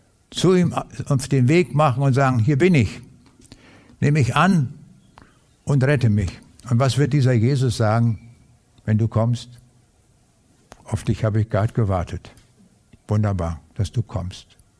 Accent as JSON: {"language": "German", "town": "Lüchow", "region": "Lower Saxony", "country": "Germany", "tie": "born or raised there", "said": "dem Krieg haben wir auf dem Lande gelebt, in Niedersachsen, in der äußersten Ecke von Niedersachsen. Und ich bin dort in Lüchow zur Schule gegangen."}